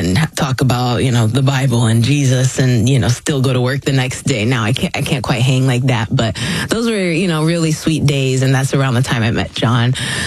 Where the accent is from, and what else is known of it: Orlando, Florida, United States; born or raised there; also born or lived in Philippines